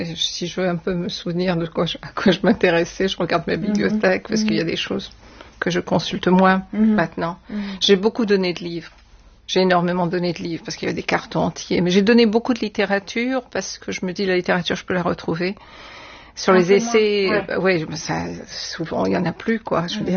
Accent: Réunion, France; Bon, moi je viens de La Réunion, c'est un axe Afrique-Asie, donc on est très loin de la France.

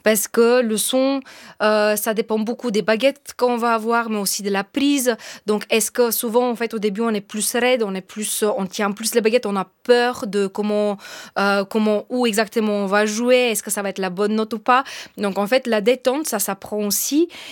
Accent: Bulgaria; French is a second language; now in France; En fait, j'ai grandi en Bulgarie, dans une famille de musiciens.

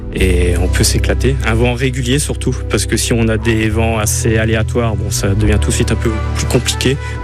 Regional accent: Lille, Hauts-de-France, France; now in Saint-Amand-les-Eaux, France; En fait, je suis lillois. Je faisais tous les dimanches matin, derrière chez mes parents, dans le champ, un peu de cerf-volant

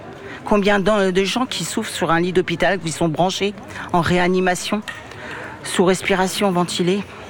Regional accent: Sartrouville, Île-de-France, France; je suis de Sartrouville.

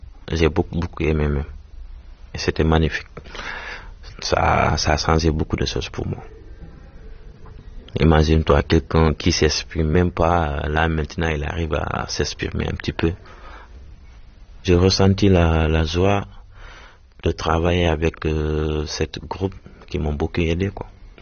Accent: Dakar, Senegal; now in Drancy, France

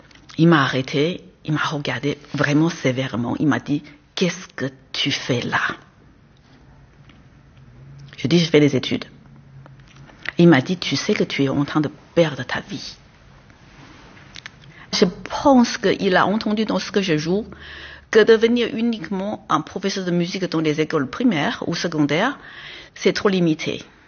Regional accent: Taiwan; moved away as an adult; now in France

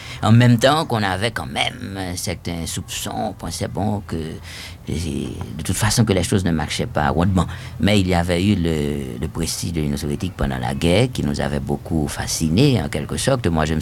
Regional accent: Haiti; born or raised there

